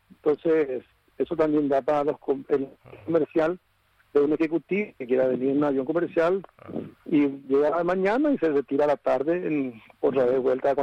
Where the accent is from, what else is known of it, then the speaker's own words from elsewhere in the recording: Asunción, Paraguay; No, yo soy de Asunción. Estoy acá trabajando.